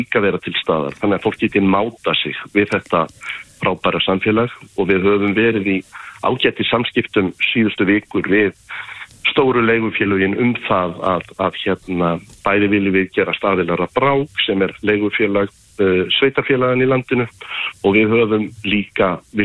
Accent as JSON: {"language": "Icelandic", "town": "Siglufjörður", "region": "Northeastern Region", "country": "Iceland", "tie": "born or raised there", "said": "Ég fættur uppalinn á Siglufirði"}